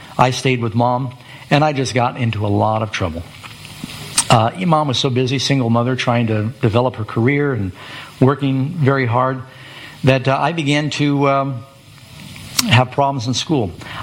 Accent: New York City, New York, United States; born there; also born or lived in Burbank, California; I was born in Burbank, California. It's where Dad had his aircraft business. And they divorced when I was three. Like I said, their relationship was very tempestuous. So Mom moved to New York City. My brother and I moved there to join her. We lived right in Manhattan, 81st Street on the west side and 51st Street on the east side.

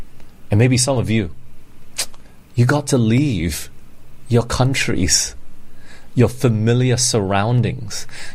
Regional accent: Australia; also born or lived in Singapore / Malaysia / England; I grew up in Australia for 10 years. It's not all my life. I've jumped around. I was born in Singapore. Then we moved to Malaysia for 2 years. And we went to England for 5 years.

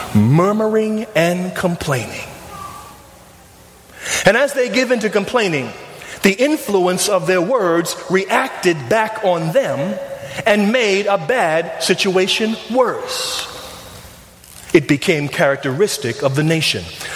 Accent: New York City, New York, United States; When I was growing up in Bedford-Stuyvesant

